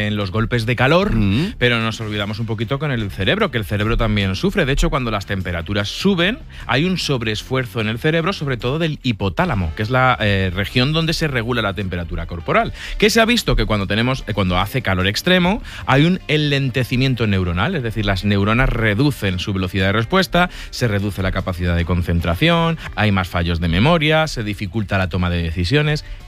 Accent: Castilla-La Mancha, Spain

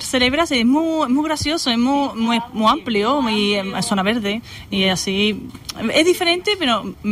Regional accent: Seville, Andalusia, Spain

